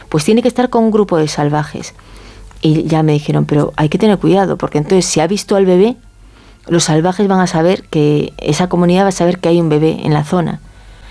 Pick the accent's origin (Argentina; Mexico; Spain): Spain; Galicia